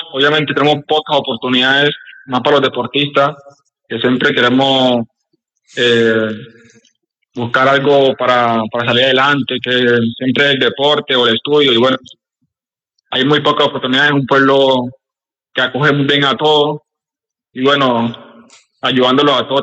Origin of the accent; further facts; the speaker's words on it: Riosucio, Chocó, Colombia; born there; Yo nací en el Chocó, Río Sucio Chocó, nací yo.